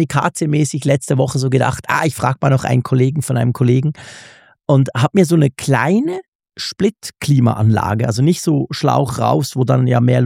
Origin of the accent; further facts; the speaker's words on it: Switzerland; Ich darf das ja sagen als Schweizer.